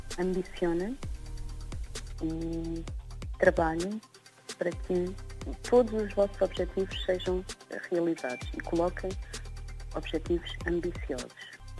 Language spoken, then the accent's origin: Portuguese; Cape Verde; Eu estive recentemente no Brasil e qualquer pessoa que eu falasse, sou de Cabo Verde, vozinha, onde é que fica?